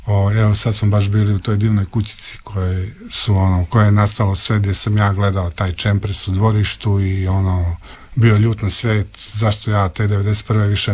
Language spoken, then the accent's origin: Croatian; Dalmatia, Croatia; Ja sam zapravo Dalmatinac, to je ono moj.